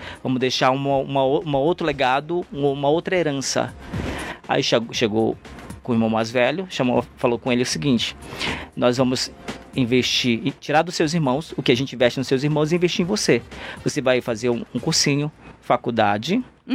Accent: Pará, Brazil; moved away as an adult; now in São Paulo, Brazil; eu vim do Pará, né? Então, quando a gente fala de Amazônia, né? Eu, há 10 anos atrás, decidi vir para São Paulo

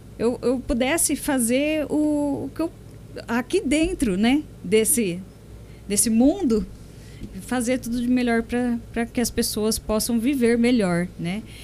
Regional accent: Monte Alto, São Paulo, Brazil; sou de Monte Alto, tenho uma filha aqui, minha vida, toda a minha trajetória foi aqui.

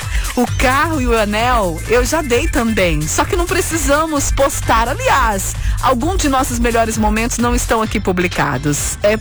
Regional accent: Paraná, Brazil; now in Mato Grosso, Brazil; eu sou paranaense, hein? Rapaz, fico até pensando se eu morasse lá. Mas eu gosto desse clima nosso aqui do Mato Grosso

